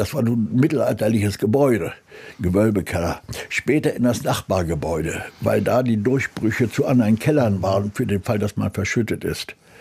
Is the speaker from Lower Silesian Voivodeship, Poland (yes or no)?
no; Gdańsk, Pomeranian Voivodeship, Poland; moved away; also born or lived in Königsberg; Und bin in Danzig aufgewachsen. Und dann bin ich sogar eingeschult worden. Also in die ganze Jugendzeit ist Danzig.